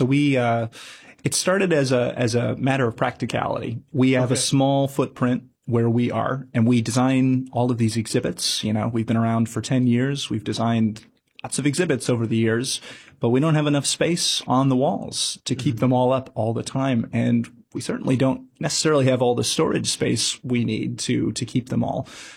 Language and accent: English; Midwest, United States; now in New Bedford, United States; I come from the Midwest originally.